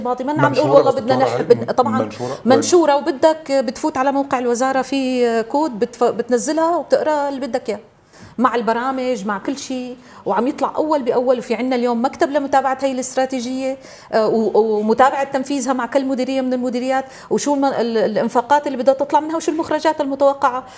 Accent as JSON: {"language": "Arabic", "country": "Syria", "said": "أنا كإنسان سوري"}